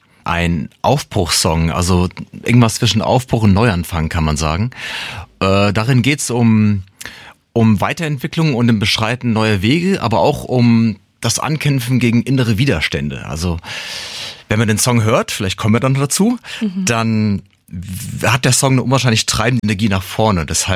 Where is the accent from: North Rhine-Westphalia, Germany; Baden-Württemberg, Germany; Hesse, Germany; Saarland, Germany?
Hesse, Germany; Frankfurt; born or raised there